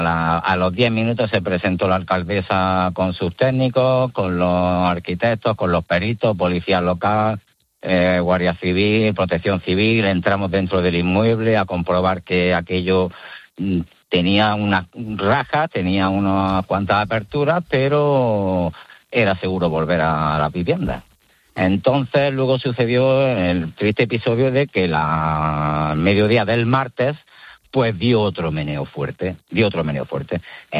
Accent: Andalusia, Spain; como todos los pueblos de Granada, pero casi todos somos de Granada.

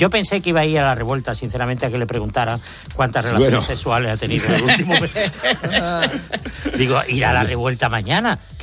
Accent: Gines, Andalusia, Spain; lo de Mourinho es un fuego artificial de mi pueblo, de Gines.

